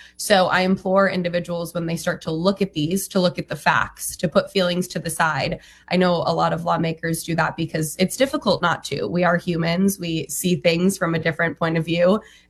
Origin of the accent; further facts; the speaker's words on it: Nevada, United States; also born or lived in Utah; My home state of Nevada has a very similar protection as West Virginia, but listening to those arguments, same when I was there to represent when I was living in Utah at the time